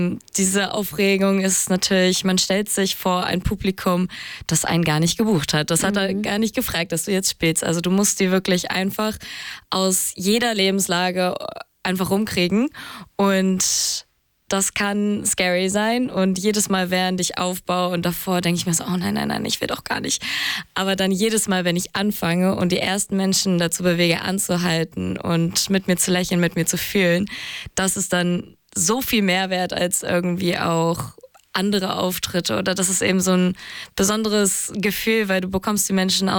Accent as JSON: {"language": "German", "region": "Hamburg", "country": "Germany", "said": "du hast es ja schon gerade gesagt, ich habe meine Gitarre dabei. Also ich mache Musik und ich komme aus Hamburg"}